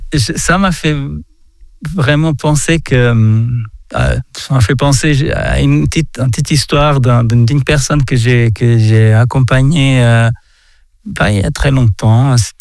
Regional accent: Portugal; Moi, je viens du Portugal, mais ils sont comme moi.

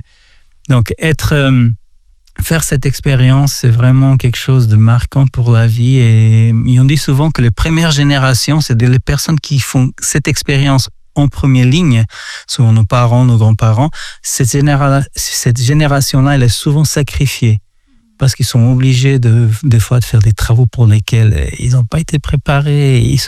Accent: Portugal; now in Geneva, Switzerland; moi, je suis portugais d'origine

